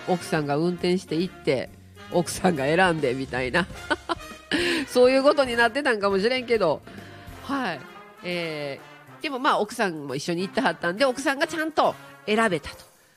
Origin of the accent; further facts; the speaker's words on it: Kyoto, Japan; moved away; 京都駅の伊勢丹、もう家の近所です、私の実家の。